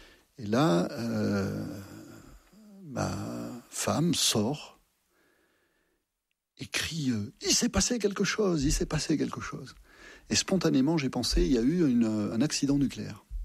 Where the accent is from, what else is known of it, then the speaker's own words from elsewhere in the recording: Massif Central, France; moi je suis originaire du Massif Central, alors j'aime beaucoup la capitale, mais c'est quand même pas mon milieu naturel.